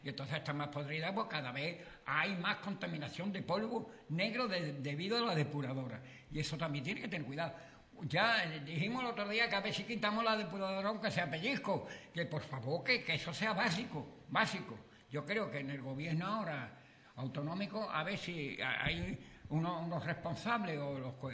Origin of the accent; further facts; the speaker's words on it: Sanlúcar de Barrameda, Andalusia, Spain; que yo soy de Sanlúcar, a mí me gusta que venga la gente a Sanlúcar y todas esas cosas